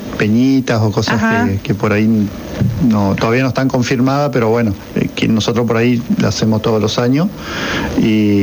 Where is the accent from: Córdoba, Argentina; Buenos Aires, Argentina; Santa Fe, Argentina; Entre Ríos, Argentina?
Entre Ríos, Argentina; La Paz; moved away as an adult; now in Paraná, Argentina; Nacidos en Paraná. Originariamente soy de La Paz.